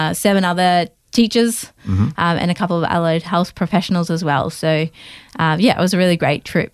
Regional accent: Australia; Because I'm from Australia.

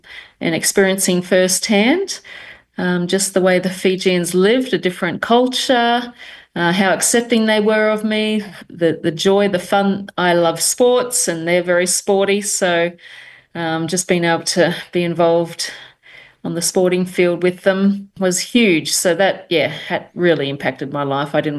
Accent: Toowoomba, Queensland, Australia; I was born and raised here in Toowoomba, beautiful city in Australia. We've come and gone to different places, but I always seem to keep coming back to Toowoomba.

